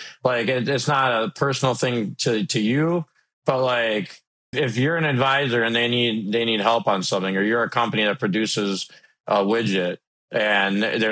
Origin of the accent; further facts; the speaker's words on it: Minnesota, United States; my home state, Minnesota, with you know, all the ICE activity